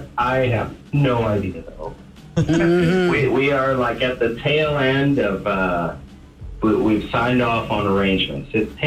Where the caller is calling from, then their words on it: San Antonio, Texas, United States; Yeah, I'm home in San Antonio.